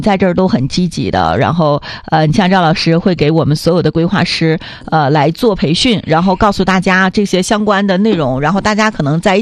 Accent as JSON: {"language": "Chinese", "region": "Jilin", "country": "China", "said": "咱们是吉林人，"}